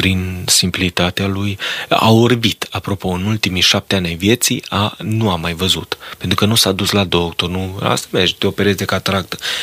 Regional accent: Romania; pentru că eu sunt român și așa mă consider ca un bun român și îmi iubesc neamul

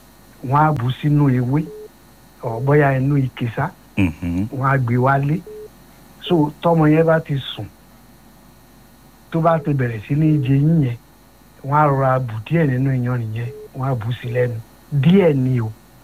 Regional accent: Ibadan, Oyo, Nigeria; nǹkan tó ṣe mí náà nígbà tí mo wà kékeré ni ìbàdàn sọ yẹn mo rántí.

